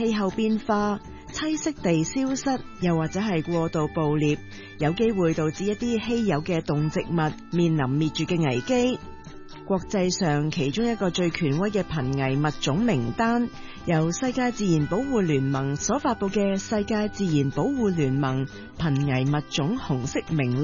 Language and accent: Cantonese; Hong Kong; 亦都提醒我哋，我哋香港人有咩啊？有狮子山精神咯